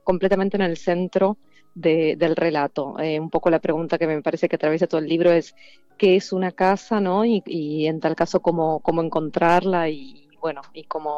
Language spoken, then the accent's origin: Spanish; Argentina; born or raised there; now in Spain